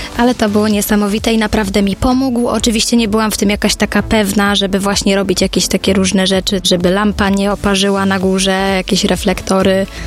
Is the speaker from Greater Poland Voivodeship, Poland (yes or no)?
no; Sieradz, Łódź Voivodeship, Poland; born there; moved away; Ogólnie pochodzę z Sieradza. Tam uczyłam się śpiewać od 5 roku życia.